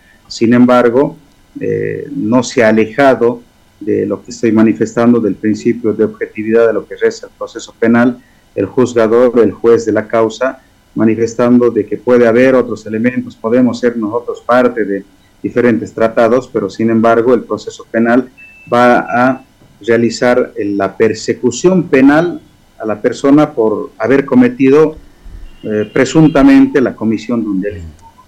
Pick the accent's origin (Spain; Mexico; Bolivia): Bolivia